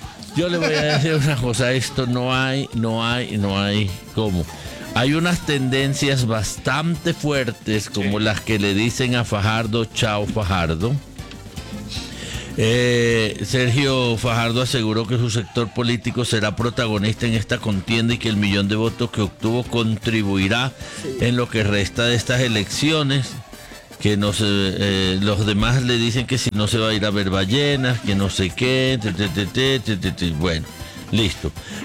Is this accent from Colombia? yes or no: yes; Colombia; A mí me da vergüenza, como ciudadano colombiano, los discursos de los dos candidatos a los presidentes.